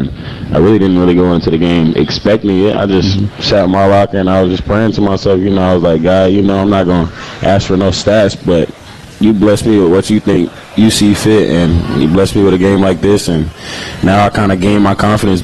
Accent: Florida, United States; moved away; I'm from Florida

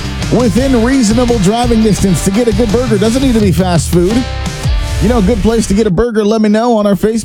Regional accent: San Diego, California, United States; now in Meridian, United States; I am from San Diego, California, originally, and I grew up with In-N-Out, the best fast food restaurant in the world

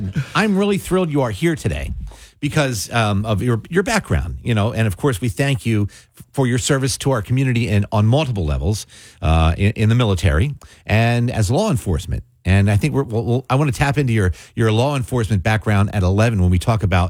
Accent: Mays Landing, New Jersey, United States; I was in the Cub Scouts growing up in Mays Landing

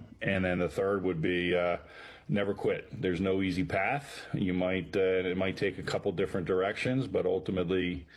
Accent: Bryn Mawr, Pennsylvania, United States; I'm from Bryn Mawr, Pennsylvania. I have 8 brothers and sisters. I am the youngest boy and second to youngest of the 8.

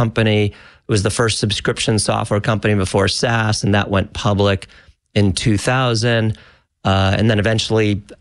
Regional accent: Chicago, Illinois, United States; So yeah, I grew up in Chicago. I was just your basic pragmatic Chicago liberal.

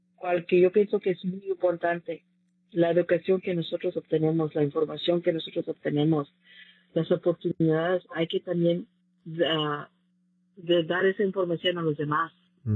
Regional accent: Cicero, Illinois, United States; Desde joven yo crecí en Cicero y fuimos una de las primeras familias mexicanas en la área donde yo crecí, que se llama Grantworth, que era medio feíto, por decir, pero estaba muy envuelta yo en la iglesia San Antonio de Padua.

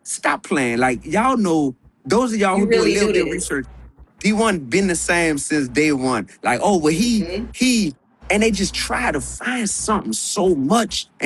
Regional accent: New Orleans, Louisiana, United States; now in Milwaukee, United States; Even though I'm from New Orleans, I'm an adopted son of Milwaukee

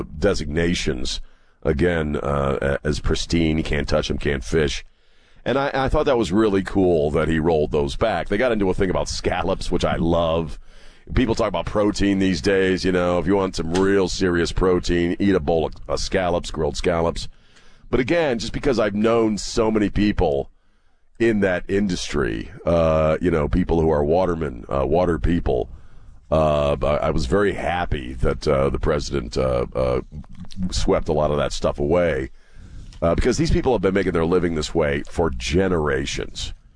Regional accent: United States; I grew up on Chesapeake Bay and the coast of the East Coast.

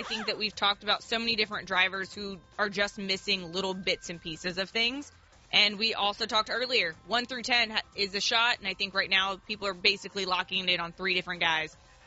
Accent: Houston, Texas, United States; This is the longest I've ever lived anywhere outside of college and growing up in Houston

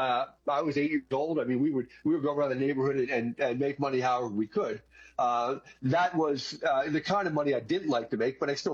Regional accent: Philadelphia, Pennsylvania, United States; Well, I'm from Philadelphia, outside of Philadelphia in the suburbs.

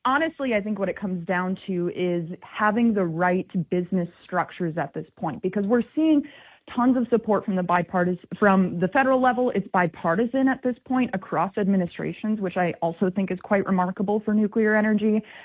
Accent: Wisconsin, United States; now in Delaware, United States; Unfortunately, I grew up in Wisconsin. I live out in Delaware now

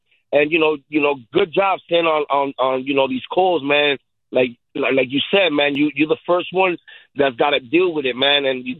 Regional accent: New York, United States; Because, you know, as a New Yorker, I didn't really go in much.

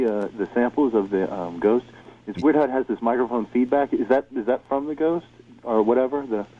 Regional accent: Houston, Texas, United States; I'm from Houston, Texas.

